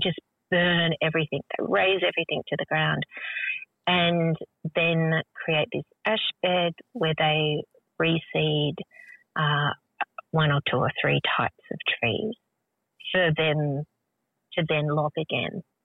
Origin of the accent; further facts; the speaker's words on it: Tasmania, Australia; born there; I was born here in Lutwyta, Tasmania, to the Palawa community. My mother's people are Yorta Yorta. I'm a Yorta Yorta woman and old grandfather is a Jajarong.